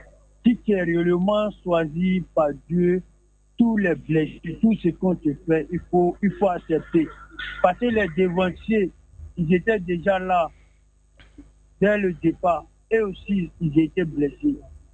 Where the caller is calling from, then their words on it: Abidjan, Côte d’Ivoire; j'appelle de Port-Boué, Abidjan, Port-Boué.